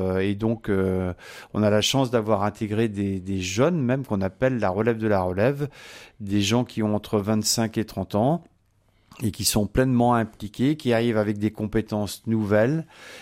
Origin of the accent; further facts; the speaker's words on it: Saint-Malo-du-Bois, Pays de la Loire, France; moi, j'habite Saint-Malo-du-Bois. J'ai 66 ans, donc je suis né à Saint-Malo-du-Bois. Et effectivement, je suis toujours resté dans cette commune